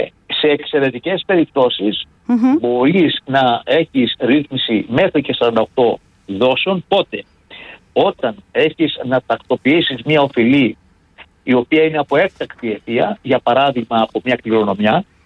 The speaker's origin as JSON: {"language": "Greek", "town": "Spetses", "region": "Attica", "country": "Greece", "said": "Έχετε επαφή από τις Σπέτσες? Έχετε επαφή με το νησί μου?"}